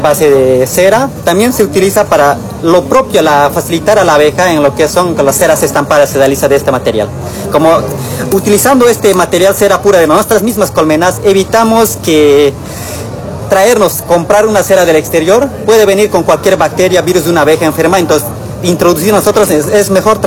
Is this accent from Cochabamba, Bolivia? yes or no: yes; Chimoré, Cochabamba, Bolivia; Somos de Chimoré, la asociación Adach.